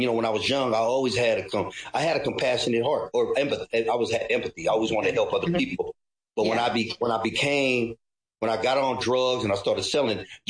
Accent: Philippines; Really, I found him because, you know, me being Filipino, I was raised as a Catholic and I'm not here to knock Catholic.

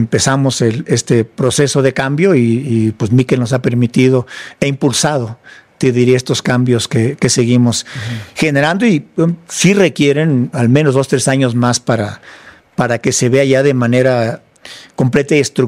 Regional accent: Mexico; como mexicano, dices, oye, qué padre que pude hacer algo que dejó un impacto duradero en cómo se hace el deporte en el país

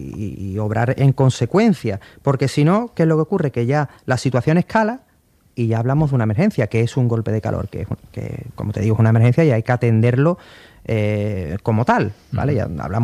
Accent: Spain; porque yo creo que es que somos españoles y como españoles que somos decimos, venga, vamos, ¿no?

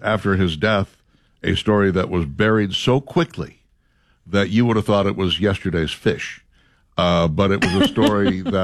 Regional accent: Minneapolis, Minnesota, United States; If you had told me as a kid growing up in Minneapolis, Minnesota, that in 2026, the NHL finals would be between Carolina and Las Vegas

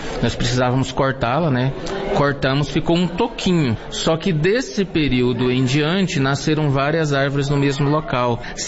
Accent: Cristianópolis, Goiás, Brazil; moved away as an adult; also born or lived in Portugal; now in Arapuca, Brazil; Eu sou natural de Cristianópolis, eu já tenho 9 anos que eu estou aqui, né? E eu vim de Cristianópolis para cá, depois que eu passei um período como missionário em Portugal

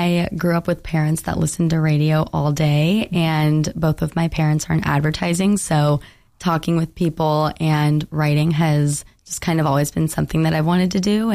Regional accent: Iowa, United States; moved away as an adult; now in Knoxville, United States; I am from Iowa. I am a Midwest girl at heart, but my mom is from Louisville, Kentucky.

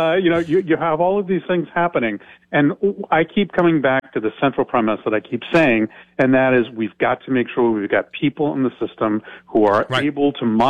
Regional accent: California, United States; I come from Northern California. You know, agriculture is a huge part and water is gold, right?

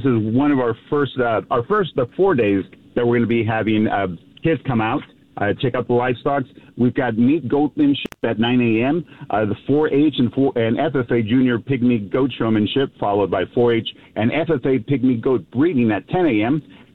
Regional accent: Los Angeles, California, United States; I grew up in Los Angeles

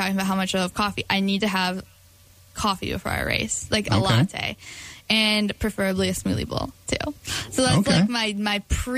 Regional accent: Eagle River, Wisconsin, United States; Yes, I was from Northland Pines, Eagle River. So a small community, but really supportive community.

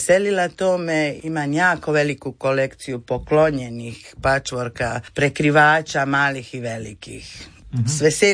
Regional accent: Komiža, Split-Dalmatia County, Croatia

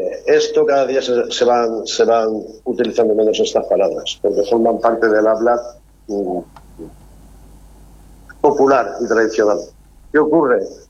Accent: Elda, Valencian Community, Spain

